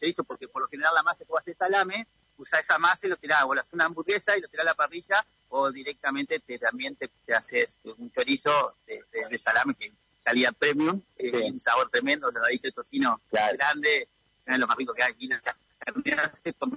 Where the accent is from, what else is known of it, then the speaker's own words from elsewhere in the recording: Viale, Entre Ríos, Argentina; born there; Claro, yo tenía acá 50 kilómetros, tengo donde nací en Viale, tengo un ciclo 2, un pequeño lugar donde procesamos la carne.